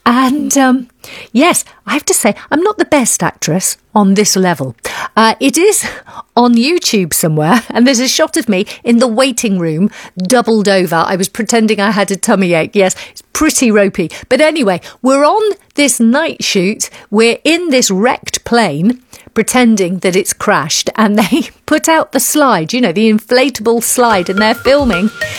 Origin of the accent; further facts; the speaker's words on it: South West England, United Kingdom; And I come from the West Country, so I did lots of extra bits and bobs on Casualty.